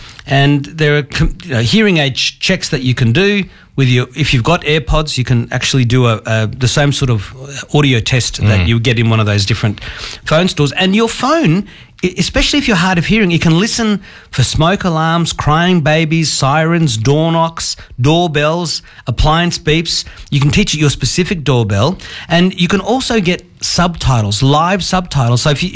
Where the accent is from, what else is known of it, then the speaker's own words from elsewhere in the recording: Australia; born there; being born in Australia with my English as my mother tongue, and I went to the French school, I speak better French than I speak Russian.